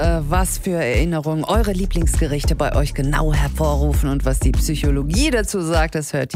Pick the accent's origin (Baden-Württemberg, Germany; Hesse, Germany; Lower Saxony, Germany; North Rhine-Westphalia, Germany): Lower Saxony, Germany; Melle; Beamt mich nämlich direkt ins Freibad meiner Kindheit zurück in Melle.